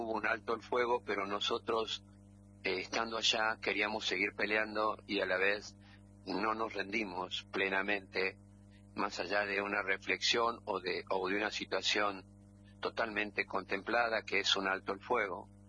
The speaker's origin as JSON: {"language": "Spanish", "region": "Tucumán", "country": "Argentina", "tie": "born there", "said": "Soy tucumano de nacimiento, nací de Berta y Rubén"}